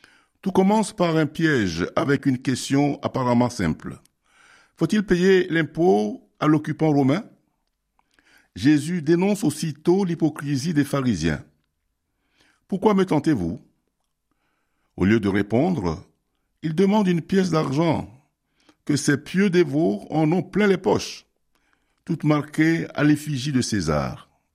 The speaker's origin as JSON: {"language": "French", "country": "France", "said": "surtout chez nous en France"}